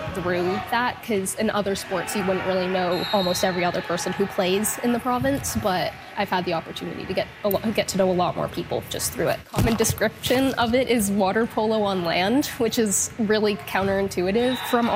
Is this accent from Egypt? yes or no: yes; Egypt; I've been playing handball for 4 years. I'm originally from Egypt, and handball is like a much bigger thing back there.